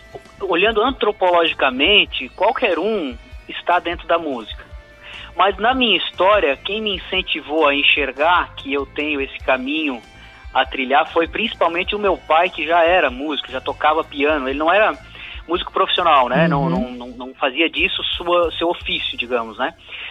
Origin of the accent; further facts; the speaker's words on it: South Region, Brazil; accent: southern Brazilian, Italian-influenced; aqui no sul é um monte de imigrante italiano e alemão, então uhum. não tem como não formar algum sotaque ali puxado para essa região